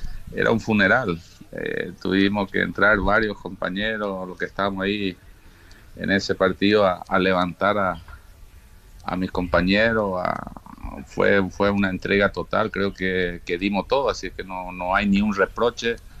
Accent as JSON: {"language": "Spanish", "country": "Paraguay"}